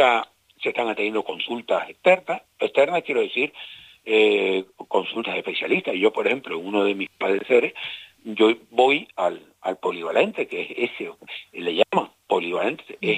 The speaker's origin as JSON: {"language": "Spanish", "region": "Canary Islands", "country": "Spain", "said": "somos las Islas Canarias."}